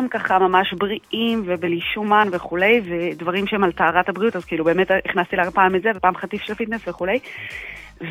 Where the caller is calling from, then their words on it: Jerusalem, Jerusalem District, Israel; אני מירושלים, אני ככה תוך כדי עבודה, תוך כדי בדיקות